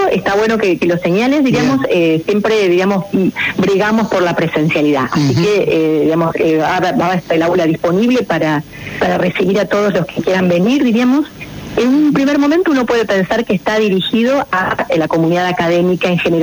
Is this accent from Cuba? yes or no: no; Villaguay, Entre Ríos, Argentina; Así que yo soy de Villahuay, por ahí Villahuay